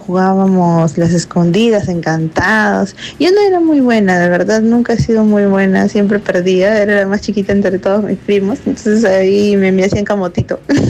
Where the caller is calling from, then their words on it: Lima, Peru; de Los Olivos.